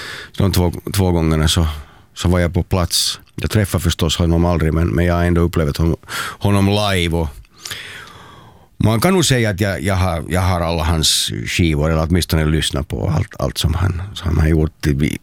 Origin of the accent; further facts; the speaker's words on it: Helsinki, Uusimaa, Finland; Det är samma bostad där jag växte upp sedan jag var 5. Ja, vi bodde på ett annat ställe på Drumsö före det, men sedan jag var 5 så bodde vi just där var jag har mitt ställe nu också.